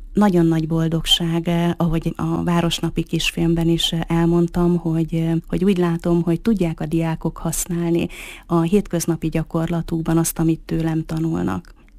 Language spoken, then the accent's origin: Hungarian; Mezőkövesd, Borsod-Abaúj-Zemplén, Hungary; born or raised there; moved away as an adult; now in Miskolc, Hungary